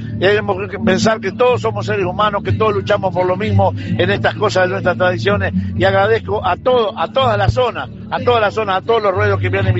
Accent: Uruguay

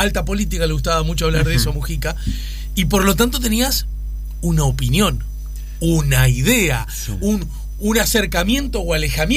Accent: Uruguay

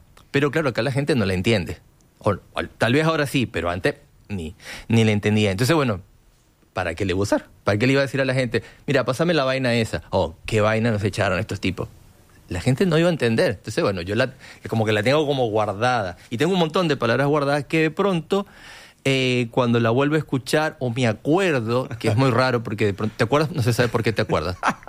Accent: Caracas, Capital District, Venezuela; moved away as an adult; now in Montevideo, Uruguay; fotos mías en papel de cuando era niño en Caracas

